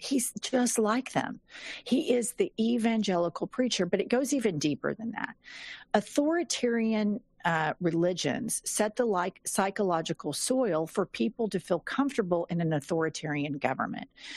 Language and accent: English; Oklahoma City, Oklahoma, United States; These friends I grew up with in Oklahoma City were terrified.